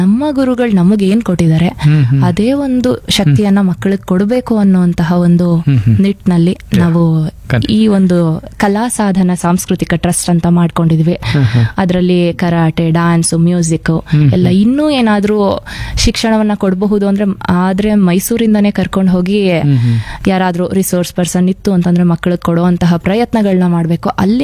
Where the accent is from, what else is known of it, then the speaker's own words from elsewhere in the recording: Kollegal, Karnataka, India; moved away as an adult; also born or lived in Mysore; ನಾನು ಕೊಳ್ಳೇಗಾಲದಲ್ಲೇ ಹುಟ್ಟಿದ್ದು ಮೈಸೂರು, ಬೆಳೆದಿದ್ದೆಲ್ಲ ಕೊಳ್ಳೇಗಾಲ.